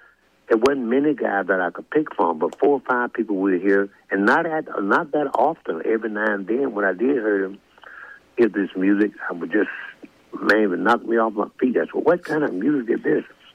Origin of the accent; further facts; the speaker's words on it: Louisiana, United States; because I'm from Louisiana, but my first encounter of the stage was in Arkansas on 30th Street in Pine Bluff, Arkansas, to a place called Elks Club and the Jitterbug. And I was just a teenager.